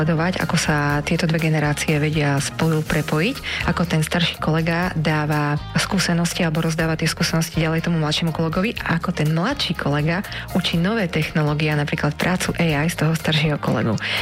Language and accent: Slovak; eastern Slovakia, Slovakia; moved away as an adult; also born or lived in Brussels; now in Košice, Slovakia